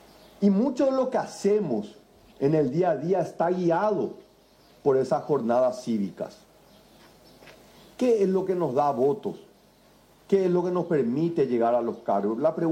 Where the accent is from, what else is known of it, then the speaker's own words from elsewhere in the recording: Paraguay; nosotros como paraguayos estamos reivindicando.